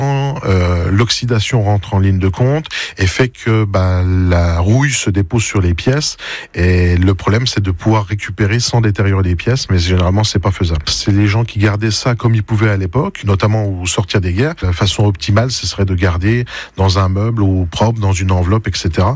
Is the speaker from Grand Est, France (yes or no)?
yes; Épinal, Grand Est, France; moi je suis sur de l'Épinal, et puis on a quand même subi la guerre de plein feu, la deuxième guerre